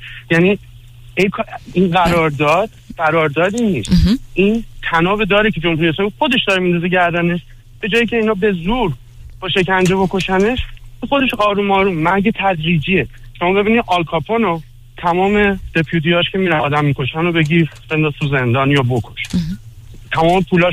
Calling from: Iran; به عنوان یه ایرانی

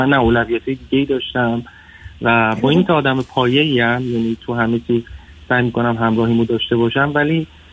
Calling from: England, United Kingdom

